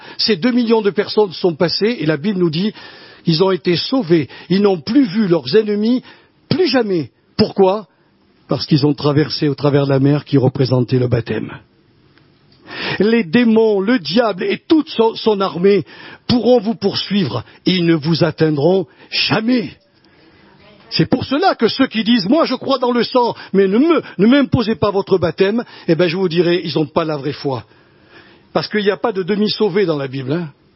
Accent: Nouvelle-Aquitaine, France; moved away; Moi, je fais partie de la Dordogne.

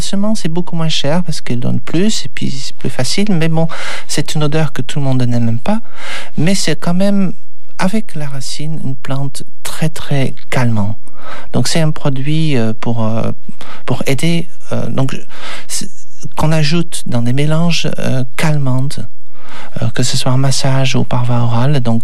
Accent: Belgium; now in southern France; je suis belge et l'angélique, l'huile essentielle d'angélique, c'est vraiment une spécialité du Nord. Et de la Belgique, de la région d'où je viens

